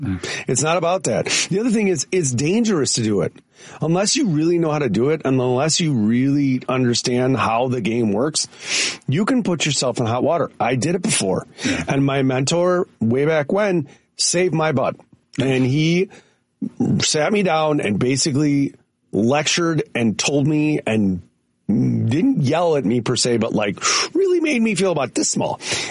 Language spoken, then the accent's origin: English; Wilmette, Illinois, United States; I'm from Wilmette.